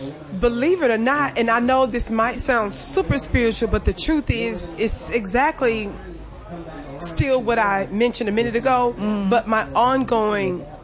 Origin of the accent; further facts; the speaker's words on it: Mississippi, United States; I was born and raised in Mississippi.